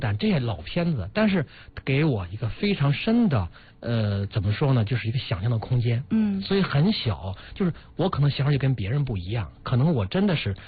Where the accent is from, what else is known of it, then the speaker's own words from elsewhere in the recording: Shandong, China; 我的老家是在山东鲁西北一个特别偏远的小村子，那个村子是一个两县交界的地方，两县交界。在我8岁离开那个村子的时候，没有自来水，没有电